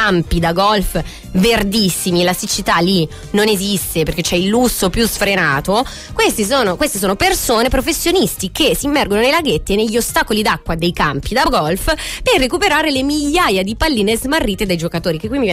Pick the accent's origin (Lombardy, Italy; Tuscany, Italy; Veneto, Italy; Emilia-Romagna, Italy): Tuscany, Italy; Sansepolcro; Borgo Santo Sepolcro, ok? Quindi il mio paesino di origine